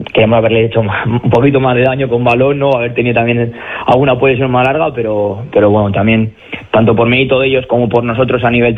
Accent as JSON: {"language": "Spanish", "town": "Logroño", "region": "La Rioja", "country": "Spain", "said": "soy también de Logroño, de La Rioja"}